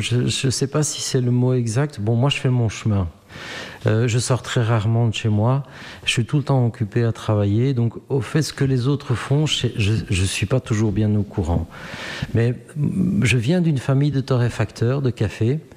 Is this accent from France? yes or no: no; Koksijde, Flanders, Belgium; moved away as an adult; now in Brussels, Belgium; Moi, je suis d'origine de Coxyde. Oui. Maintenant, je suis devenu bruxellois, mais je viens de Coxyde.